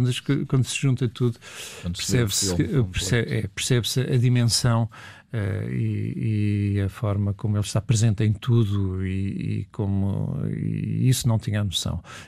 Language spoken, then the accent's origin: Portuguese; Lisbon, Portugal; moved away as an adult; also born or lived in Viana do Castelo; Fiz tudo em Lisboa, portanto, vivi em Lisboa até aos 22 anos e depois decidi voltar para Viana